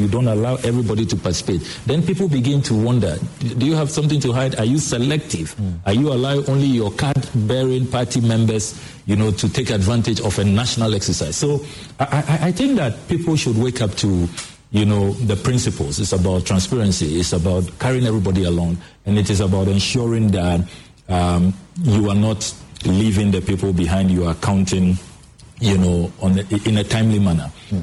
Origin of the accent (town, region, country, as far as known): Ghana